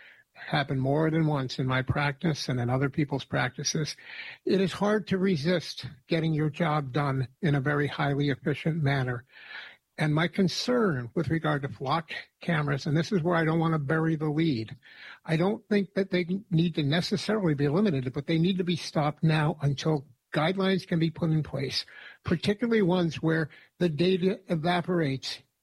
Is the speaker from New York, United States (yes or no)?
yes; Troy, New York, United States